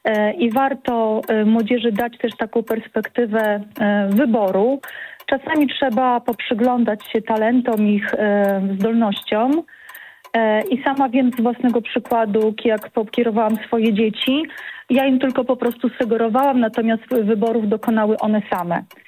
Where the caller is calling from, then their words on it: Białystok, Podlaskie Voivodeship, Poland; dzwonię z Białegostoku